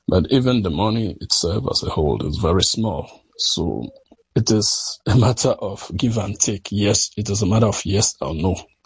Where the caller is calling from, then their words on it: Bo, Southern Province, Sierra Leone; I'm calling from Bo City, Southern Sierra Leone.